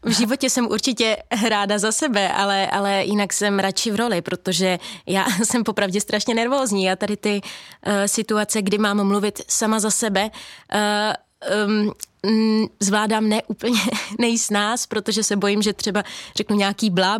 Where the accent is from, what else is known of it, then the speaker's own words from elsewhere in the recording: Hodonín, South Moravian Region, Czechia; Já jsem z Hodonína